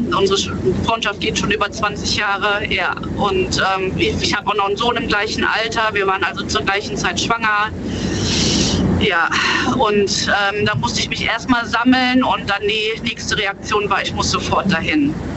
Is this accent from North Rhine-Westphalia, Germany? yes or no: yes; Hennef, North Rhine-Westphalia, Germany; Hennef. Ich komme aus Hennef.